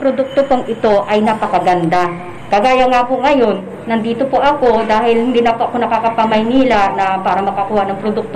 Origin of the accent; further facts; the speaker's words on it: Mansalay, Mimaropa, Philippines; taga Santa Brigida, Mansalay, Oriental, Mindoro.